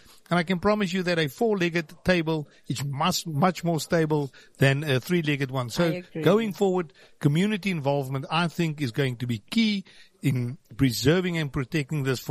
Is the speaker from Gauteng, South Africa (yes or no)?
no; Limpopo, South Africa; I must just first say that I grew up in Sanin, so places like Giyani and Hoedspruit are very close to my heart